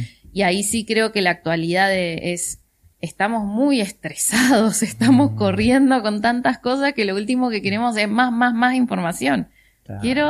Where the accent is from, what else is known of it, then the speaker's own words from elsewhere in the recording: Mendoza, Argentina; tenemos una historia como mendocinos